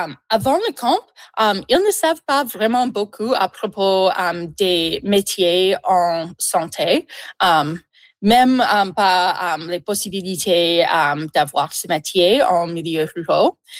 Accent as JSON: {"language": "French", "town": "Woodville", "region": "Nova Scotia", "country": "Canada", "tie": "born or raised there", "moved": "yes", "said": "J'ai grandi dans un milieu rural. J'ai grandi à Nouvelle-Écosse, dans une petite ville qui s'appelle Woodville."}